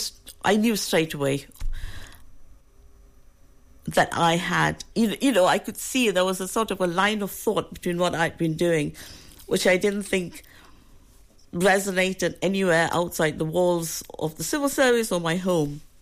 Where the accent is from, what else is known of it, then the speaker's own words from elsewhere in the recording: Malaysia; now in United Kingdom; That's all from being Malaysian, really. I missed Malaysian companies so much, and I didn't realise that there was a thriving diaspora in the UK till I got my MBE.